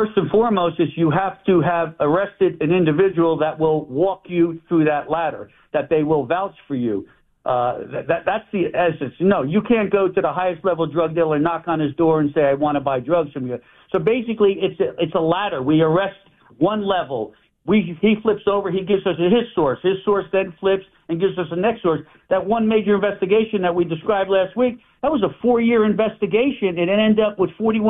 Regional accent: New Jersey, United States; born or raised there

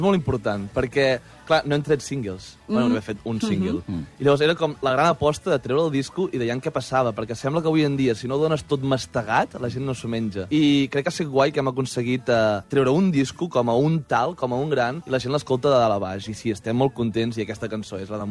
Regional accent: Torelló, Catalonia, Spain; al cap i a la fi és un disco que parla de nosaltres, que som quatre amics de Torelló

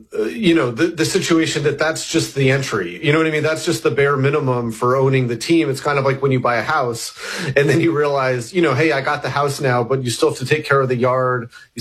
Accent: Alaska, United States; other than, you know, growing up in Alaska, which is in the general vicinity of UW exactly.

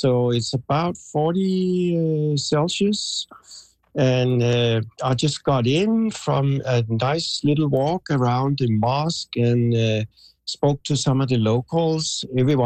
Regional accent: Denmark; also born or lived in Halifax, Canada; now in Blandford, Canada; I grew up in Denmark.

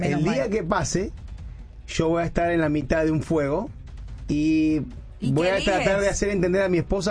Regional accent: Argentina

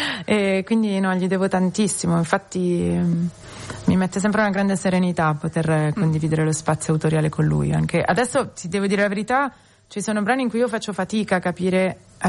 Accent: Milan, Lombardy, Italy; sono milanese

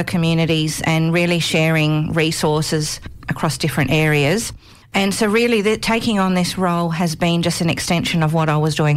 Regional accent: Australia; born there; Yes, I'm from an Italian background. I was born here in Australia, but both my parents are Italian background.

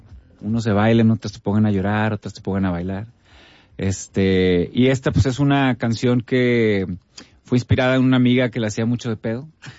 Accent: Monterrey, Nuevo León, Mexico; Híjole, pues es Monterrey Centro. Crecí entre las Mitras. Y luego ya me hice San Petrino.

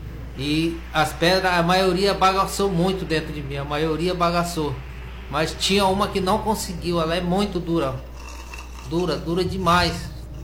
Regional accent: Manicoré, Amazonas, Brazil; Sou natural de Manicoré.

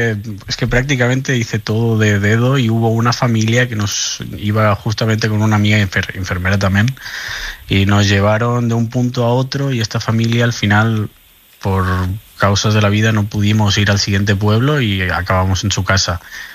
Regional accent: Barcelona, Catalonia, Spain; Barcelona, catalán.

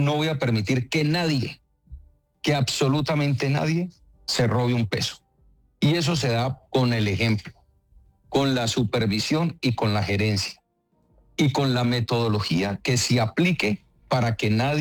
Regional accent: Popayán, Cauca, Colombia; also born or lived in Cali; Yo soy caleño, pero a los 5 años me fui a vivir a Popayán. Mi padre me llevó a vivir a Popayán. Popayán, ciudad que me acogió, ciudad que amo, y diría yo, soy payanés y soy caleño.

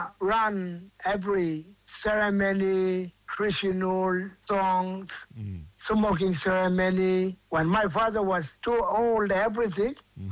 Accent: Groote Eylandt, Northern Territory, Australia; also born or lived in Numbulwar; but I brought and grow up a little bit. We stay at Groot Island first.

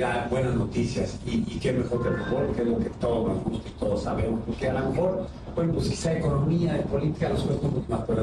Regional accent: Mexico; Todos somos mexicanos, ¿no?

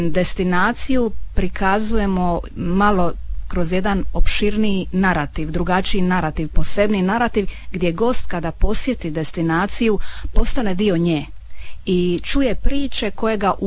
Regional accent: Biograd na Moru, Zadar County, Croatia; moved away as an adult; also born or lived in Vrgada; Ja jesam s ovoga područja, moji korijeni su s otoka Vrgada, ja sam odrasla u Biogradu na moru, međutim trenutno život me odveo na neko drugo mjesto.

